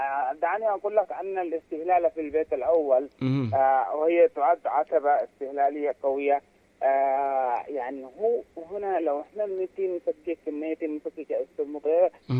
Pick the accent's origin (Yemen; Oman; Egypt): Yemen; Tihama; عندنا في تهامة